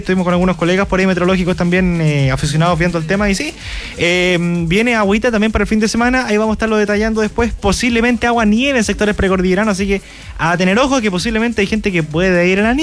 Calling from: Molina, Maule, Chile; de Molina, quiero un saludo para mi madre y para mi abuelita.

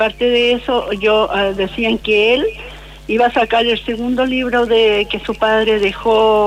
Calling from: Chépica, O'Higgins, Chile; De acá, de la comuna de Chepica, la área Aunquinco.

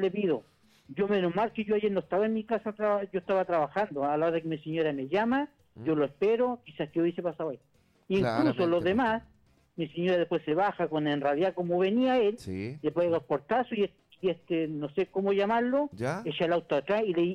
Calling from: San Fernando, O'Higgins, Chile

